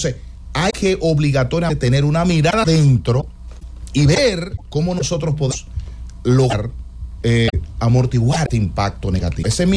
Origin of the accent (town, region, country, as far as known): Dominican Republic